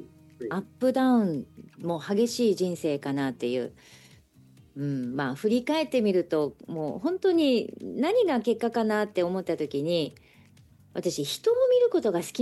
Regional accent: Miyazaki, Japan; now in Kumamoto, Japan; 出身はですね、はい、今熊本に在住なんですけど、宮崎なんですね。もっと南の宮崎県もとってももう田んぼの周りで育ったという、そんな感じです。

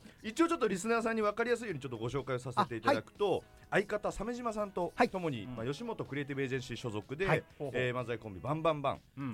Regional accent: Saga, Japan; born there; 僕も九州佐賀県生まれ

